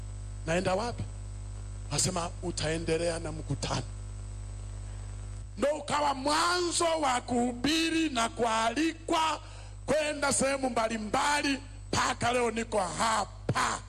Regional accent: Mbeya, Tanzania; tukamwalika kule kwetu Rungwe.

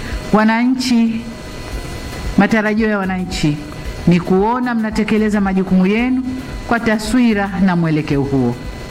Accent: Tanzania; sisi ni Watanzania

